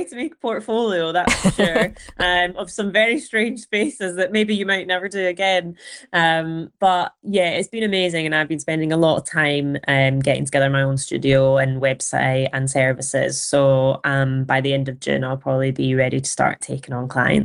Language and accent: English; Glasgow, Scotland, United Kingdom; I grew up in Glasgow, but Italian heritage.